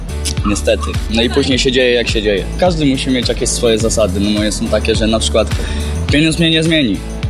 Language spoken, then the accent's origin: Polish; Radom, Masovian Voivodeship, Poland; born there; No tu się urodziłem i na razie nigdzie się nie wybieram.